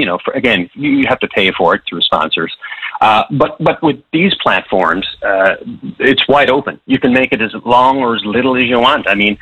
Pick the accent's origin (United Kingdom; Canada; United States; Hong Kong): Canada; Petty Harbor, Newfoundland and Labrador; because I'm from Petty Harbor. I'm from that small fishing community, so I really want it to resonate.